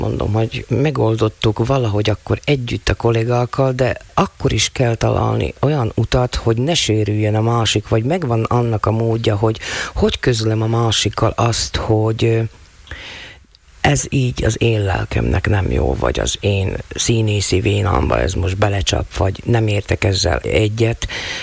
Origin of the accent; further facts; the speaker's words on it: Ragyolc, Nógrád, Hungary; mai napig Ragyolcinak tartom, tehát nekem ott a hazám, tehát nem itt nőttem föl